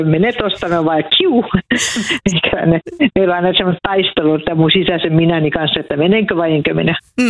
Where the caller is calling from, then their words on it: Vihti, Uusimaa, Finland; Joo, me ollaan Vihdistä ja meillä on mökki täällä Korppossa